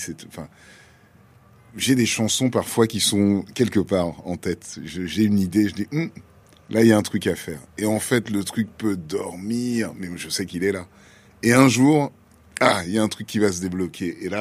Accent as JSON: {"language": "French", "region": "Dakar", "country": "Senegal", "tie": "born or raised there", "also_born_or_lived": "Cameroon (ancestry)", "first_language": "French", "moved": "as an adult", "lives_now": "France", "said": "j'ai grandi à Dakar."}